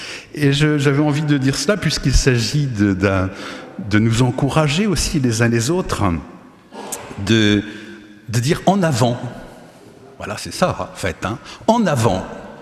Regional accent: Nantes, Pays de la Loire, France; Moi, je suis Nantais d'origine.

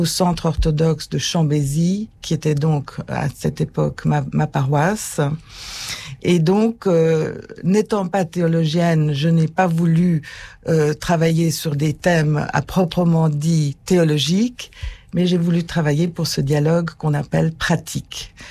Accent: Geneva, Switzerland; malgré mon nom très français et parisien, je suis d'origine genevoise et donc protestante, mais ma famille était à Genève depuis le début du XIVe siècle.

